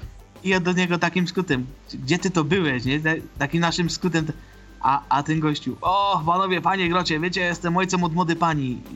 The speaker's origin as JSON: {"language": "Polish", "region": "Silesian Voivodeship", "country": "Poland", "said": "U nas na Śląsku"}